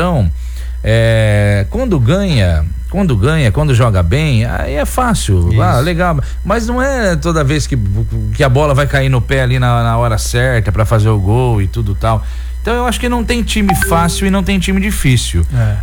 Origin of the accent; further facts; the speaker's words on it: Brazil; nós somos brasileiros